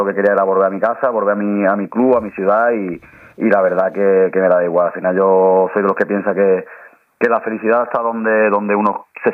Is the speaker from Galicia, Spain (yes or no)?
no; Andalusia, Spain; born there; decidí, por la felicidad de la familia, quedarme aquí en mi pueblo.